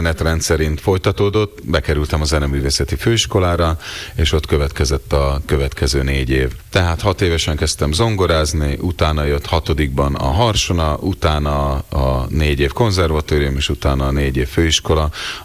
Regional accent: Budapest, Hungary; born there; Ez azért nem biztos, mert én még Soroksáron születtem

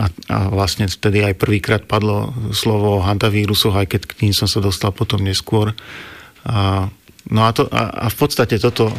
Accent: Malacky, Bratislava Region, Slovakia; accent: Záhorie dialect; first language Záhorie dialect; also born or lived in Berlin; dá sa tak povedať, že som vlastne rodák a keďže je to taká výhodná poloha vzhľadom k Bratislave, tak vlastne nie je problém dochádzať do Bratislavy, takže som nikdy nemal vlastne potrebu sa odsťahovať alebo presťahovať do Bratislavy.

